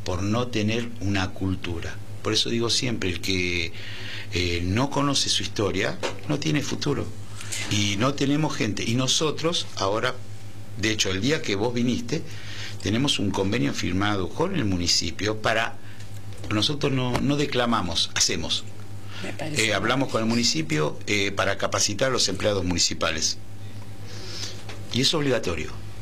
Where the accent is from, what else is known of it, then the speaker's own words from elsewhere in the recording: Argentina; somos los argentinos que tenemos que salir a reclamar lo que corresponde.